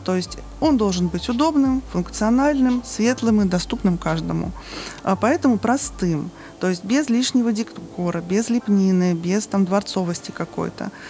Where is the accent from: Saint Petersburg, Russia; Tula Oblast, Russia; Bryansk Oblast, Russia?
Bryansk Oblast, Russia; Bryansk; Я из Брянска.